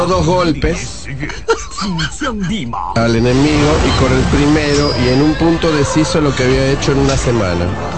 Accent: Argentina; Yo soy argentino.

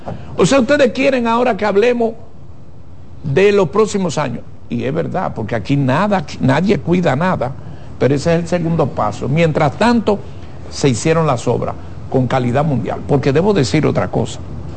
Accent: Dominican Republic; le estoy hablando como dominicano.

